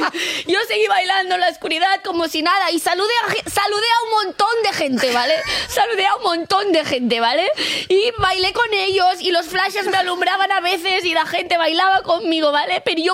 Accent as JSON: {"language": "Spanish", "region": "Catalonia", "country": "Spain", "said": "Sabemos que soy catalana."}